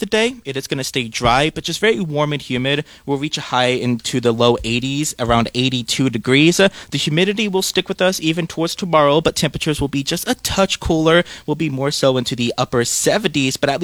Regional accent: Texas, United States; This is my first time up in Wisconsin. I've been here for about 2 weeks now, and I came from Texas.

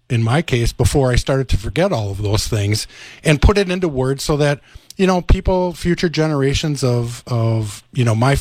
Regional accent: Milwaukee, Wisconsin, United States; So I wrote a short book about, you know, my life growing up in Milwaukee along the Milwaukee River

